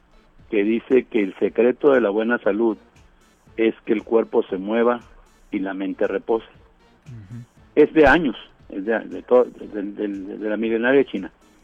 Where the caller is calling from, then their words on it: Mexicali, Baja California, Mexico; Yo soy médico de profesión … vengo de Mexicali de vacaciones aquí en Ensenada